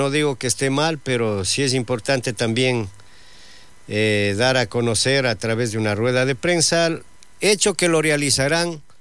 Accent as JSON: {"language": "Spanish", "country": "Ecuador", "said": "las aspiraciones que tenemos como ecuatorianos"}